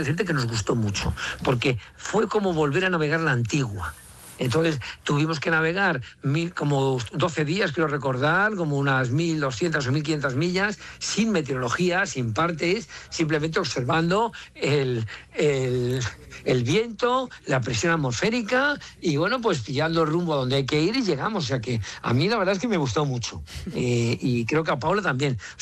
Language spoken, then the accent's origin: Spanish; Madrid, Community of Madrid, Spain; yo soy de Madrid y voy, pero realmente yo vivo navegando desde hace ya varios años.